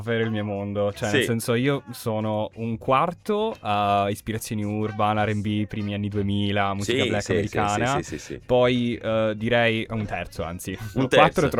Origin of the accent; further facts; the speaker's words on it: Sicily, Italy; Io intanto lo pronuncio Cartagine con 2 G perché sono siciliano.